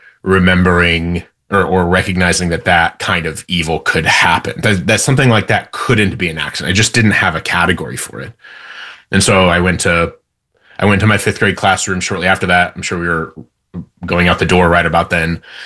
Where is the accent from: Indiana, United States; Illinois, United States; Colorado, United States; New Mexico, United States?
Indiana, United States; I was living in Indiana. I grew up in Indiana.